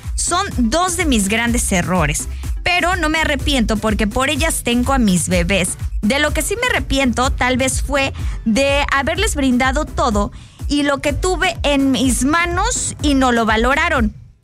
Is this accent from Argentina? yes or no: no; Actopan, Mexico; moved away; hasta mi bella tierra de El Mango les mando un abrazo, mi Actopan precioso.